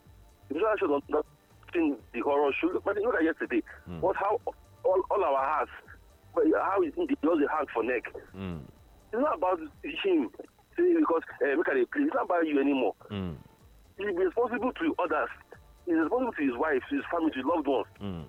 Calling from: Aba, Abia, Nigeria; I'm calling from Abo.

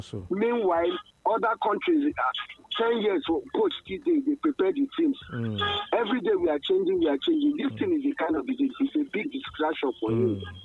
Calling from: Lagos, Nigeria; I'm calling from Satellite.

